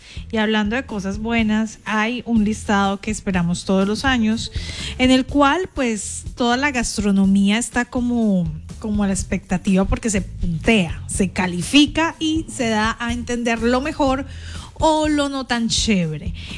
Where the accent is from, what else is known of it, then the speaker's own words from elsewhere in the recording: Santander, Colombia; la hormiga culona de Santander, de mi tierra.